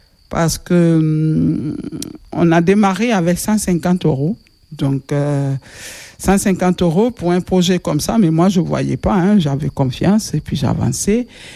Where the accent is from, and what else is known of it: Nzérékoré, Nzérékoré Region, Guinea; born or raised there